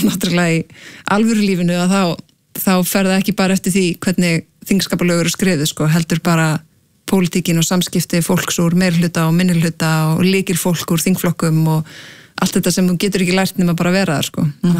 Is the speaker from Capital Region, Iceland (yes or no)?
no; Akranes, Western Region, Iceland; eru tveir grunnskólar á Akranesi ólst upp á Vestugötu og flutti svo bara þegar ég var 12 ára